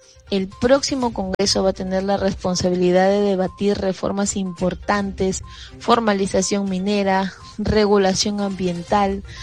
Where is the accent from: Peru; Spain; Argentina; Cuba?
Peru